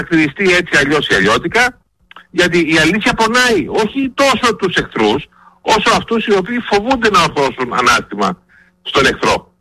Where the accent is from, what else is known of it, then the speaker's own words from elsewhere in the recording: Greece; είμαστε Έλληνες πολίτες